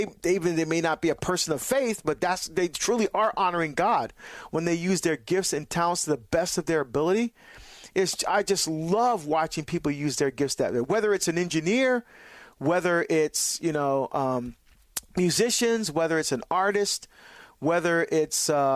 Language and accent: English; New Jersey, United States; So I really want to get back to Jersey, to my home state, to be able to speak at this event for law enforcement.